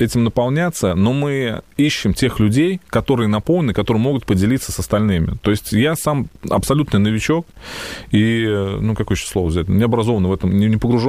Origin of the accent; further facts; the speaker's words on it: Nizhny Novgorod, Nizhny Novgorod Oblast, Russia; ну, условно, в городе Нижний Новгород, откуда я родом